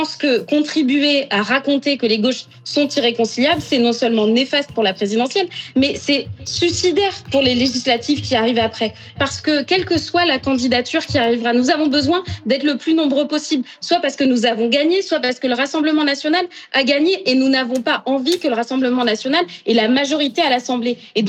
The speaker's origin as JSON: {"language": "French", "region": "Nouvelle-Aquitaine", "country": "France", "tie": "born or raised there", "said": "Enfin, moi, j'habite en Gironde, j'ai grandi en Gironde. C'est mon département qui a cramé."}